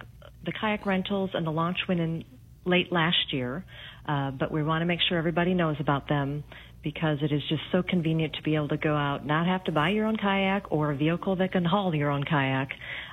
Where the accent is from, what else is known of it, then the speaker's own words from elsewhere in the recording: Illinois, United States; I grew up in the Chicago suburbs